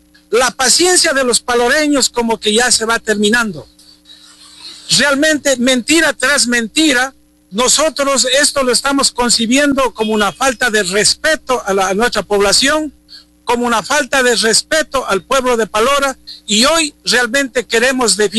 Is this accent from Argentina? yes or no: no; Morona Santiago, Ecuador; todos somos la provincia de Morona, Santiago